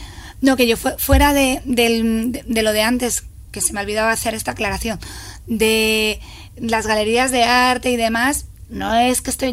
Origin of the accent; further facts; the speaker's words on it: Madrid, Community of Madrid, Spain; yo soy de Lavapiés, mi abuela migró de Jaén a Lavapiés, mi madre nació en una corrala y soy muy feliz en mi barrio